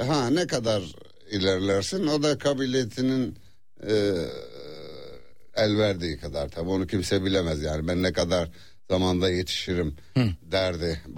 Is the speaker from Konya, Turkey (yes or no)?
no; Maden, Elazığ, Turkey; İşte ben ortaokulu bitirdikten sonra bizim kazada, ben Madenliyim Elazığ. Kazada şey yoktu, lise yoktu.